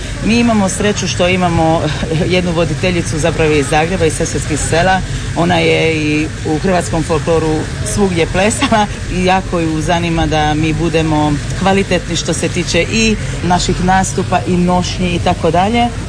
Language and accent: Croatian; Kópháza, Győr-Moson-Sopron, Hungary; dolazim iz Kojnofa, iz Mađarske, to je mađarski dio Gradišća.